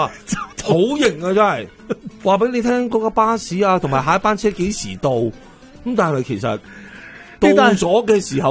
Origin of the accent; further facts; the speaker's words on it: Canada; 我哋加拿大人